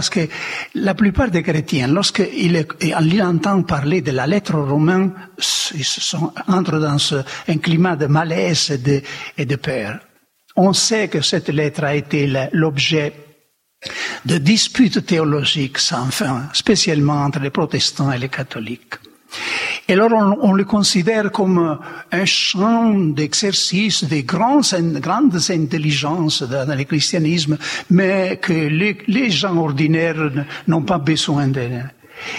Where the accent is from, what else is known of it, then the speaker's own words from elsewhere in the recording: central Italy, Italy; moved away; Dans ma région, je suis de l'Italie centrale.